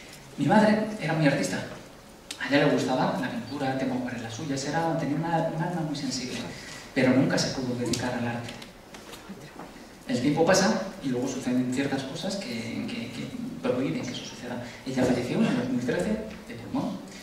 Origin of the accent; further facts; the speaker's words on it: Madrid, Community of Madrid, Spain; Porque yo soy de Aluche, nunca me matéis, pero soy de Aluche.